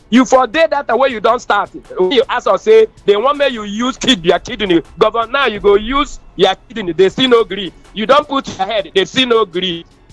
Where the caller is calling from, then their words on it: Port Harcourt, Rivers, Nigeria; I'm calling from Port Harcourt.